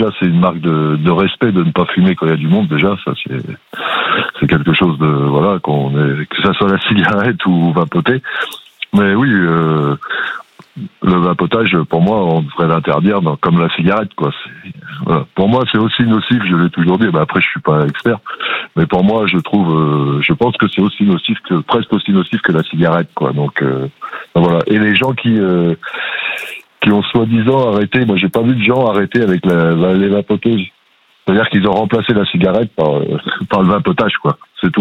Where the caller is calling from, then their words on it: Nouvelle-Aquitaine, France; En Charente, là, aujourd'hui.